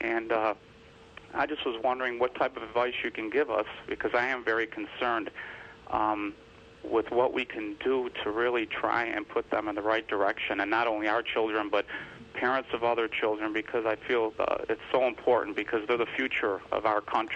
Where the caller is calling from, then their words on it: New York, United States; We're from New York.